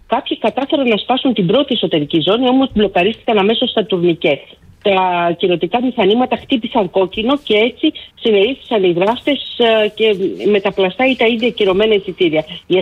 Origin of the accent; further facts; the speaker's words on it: Greece; η νίκη του Ολυμπιακού μας έκανε περήφανους σαν Έλληνες.